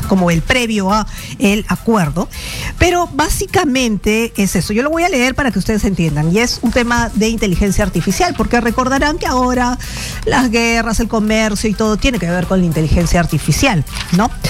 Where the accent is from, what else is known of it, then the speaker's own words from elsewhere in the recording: Peru; nosotros mismos como peruanos